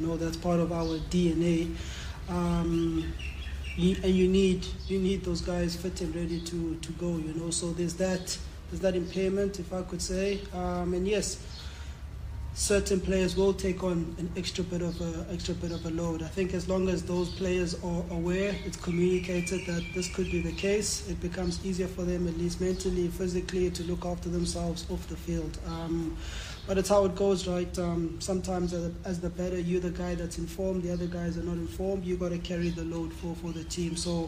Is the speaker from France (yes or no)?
no; South Africa; As a South African team, we build it around our fast bowlers.